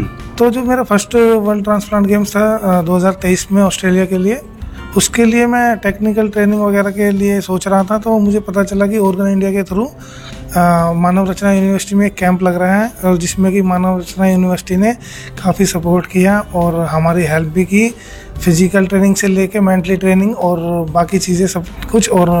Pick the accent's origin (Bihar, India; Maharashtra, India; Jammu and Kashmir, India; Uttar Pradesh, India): Uttar Pradesh, India; Baghpat; और मैं बागपत उत्तर प्रदेश का रहने वाला हूँ